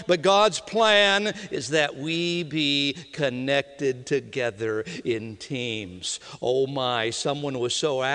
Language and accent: English; Minnesota, United States; But I tell you, growing up in Minnesota, I always heard people talk about the agricultural days.